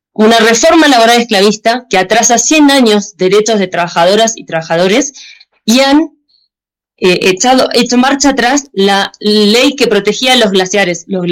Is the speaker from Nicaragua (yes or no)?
no; Argentina